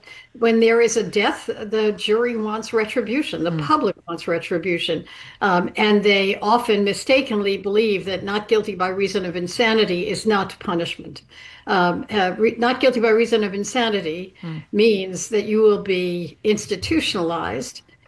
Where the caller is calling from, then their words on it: Martha's Vineyard, Massachusetts, United States; Hello, I'm calling you from Martha's Vineyard.